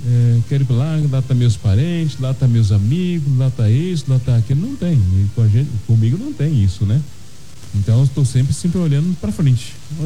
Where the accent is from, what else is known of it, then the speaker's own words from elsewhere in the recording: Toledo, Paraná, Brazil; moved away as an adult; Eu saí de casa com 18 anos de idade e nunca mais voltei para minha religião. Para minha religião, não, para minha região. Eu sou de Toledo, Paraná, nunca mais voltei até hoje.